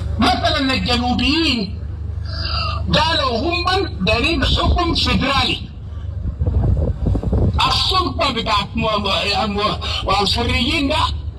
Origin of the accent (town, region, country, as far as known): Sudan